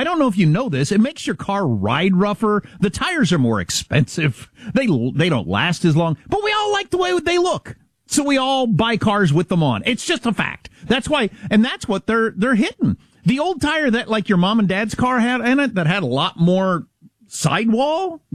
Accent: United States; As an American

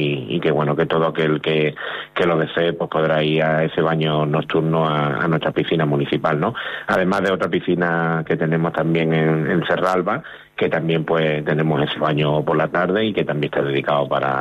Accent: Pizarra, Andalusia, Spain; es verdad que a lo mejor hoy no es el día para invitaros a mi pueblo, pero bueno, que vengáis a Pizarra

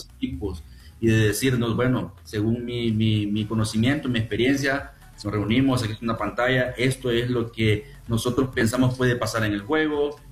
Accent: Santa Ana, El Salvador; Bueno, como soy de Santa Ana, yo entreno en las canchas del la ex Finca Modelo, creo que ustedes se van a ubicar, exacto. Salvadoreño.

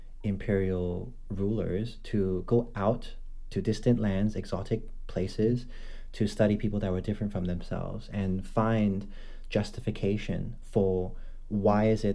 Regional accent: Hong Kong; also born or lived in United Kingdom; I come to the country from Hong Kong, where I was born and where I was raised. I'm a Filipino-Chinese guy. My dad is Filipino and my mom is Chinese.

